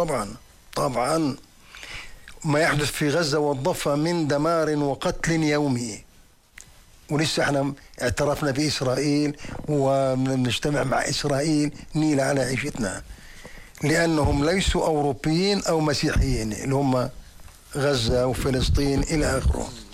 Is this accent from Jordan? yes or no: yes; Jordan; وعلى سبيل المثال الواقعي عندنا في الأردن للساعة 6 صباحا كان الأردن كله يستمع لبرنامج